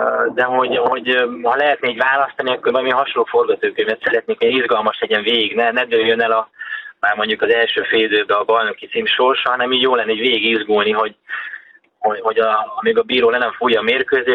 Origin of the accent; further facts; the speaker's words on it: Zalaegerszeg, Zala, Hungary; hogy ugye zalaegerszegiként megéltem azt, hogy amikor felújították a stadiont